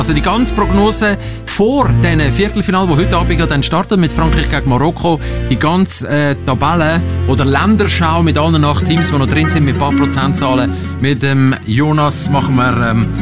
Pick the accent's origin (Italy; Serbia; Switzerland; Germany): Switzerland; als Stimmungsmacher sind wir Schweizer irgendwie nicht so viel.